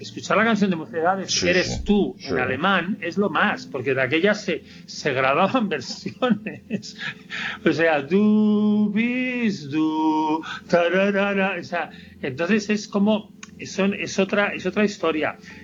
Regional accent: Spain; moved away as an adult; now in Berlin, Germany; yo viví ese furor, a ver, de niño, en mi pueblo... Cuando escuchábamos, a ver, escuchábamos cuando yo tenía 6 años, a finales de los 60, primeros de los 70

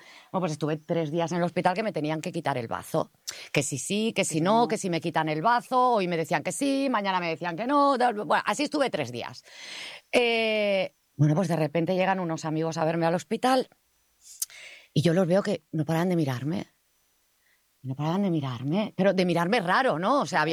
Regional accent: Barcelona, Catalonia, Spain; él es de Valencia y yo soy de Barcelona.

